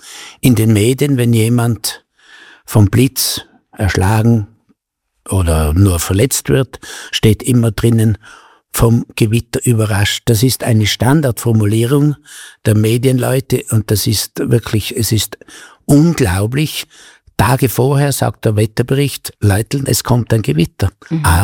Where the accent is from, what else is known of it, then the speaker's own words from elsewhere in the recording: Tyrol, Austria; als Tiroler müsste man sagen